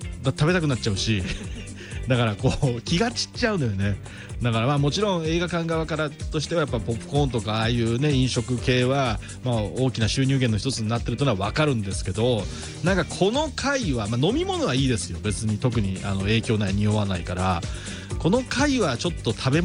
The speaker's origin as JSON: {"language": "Japanese", "region": "Tochigi", "country": "Japan", "moved": "yes", "lives_now": "Mito, Japan", "said": "茨城で生まれ育ちましたからやっぱね私は栃木海なし県と違って、"}